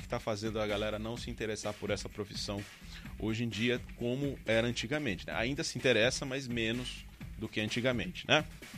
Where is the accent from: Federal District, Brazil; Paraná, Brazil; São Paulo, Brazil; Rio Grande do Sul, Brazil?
São Paulo, Brazil; Guarujá; eu sou do Guarujá, litoral de São Paulo, né?